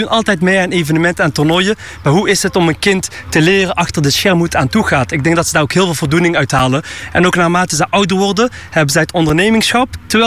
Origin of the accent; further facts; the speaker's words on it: Tilburg, North Brabant, Netherlands; ik kom zelf uit Tilburg en ik kom helemaal naar Friesland